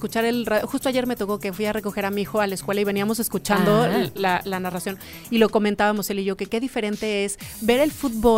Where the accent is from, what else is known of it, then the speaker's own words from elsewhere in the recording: Mexico; tenemos los mexicanos que somos creativos y tenemos la euforia y la pasión